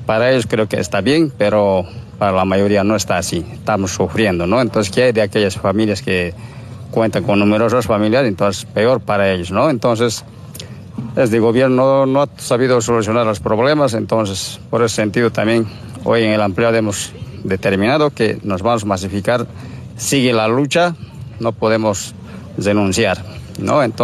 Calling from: Bolivia; somos todo aquel boliviano que estamos dentro de este país

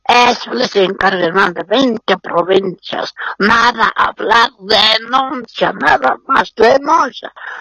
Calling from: La Paz, Bolivia; Hablo de La Paz.

